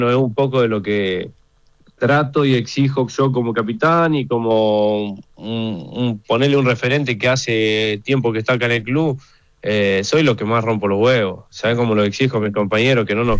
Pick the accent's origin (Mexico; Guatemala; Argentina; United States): Argentina; Córdoba; Córdoba, como para que se guíen un poquito, cerca del Corral de Busto.